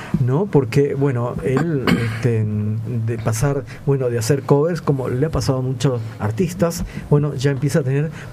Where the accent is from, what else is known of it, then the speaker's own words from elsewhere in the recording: Peru; Del Perú.